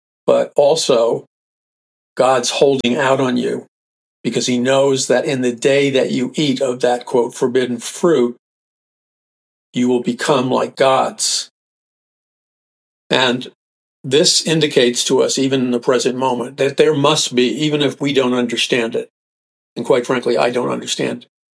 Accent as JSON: {"language": "English", "town": "New York City", "region": "New York", "country": "United States", "tie": "born or raised there", "said": "I remember growing up in New York City, people talked very straight, a lot of people are turned off, but you know, I can't do anything about that. That's where I was raised."}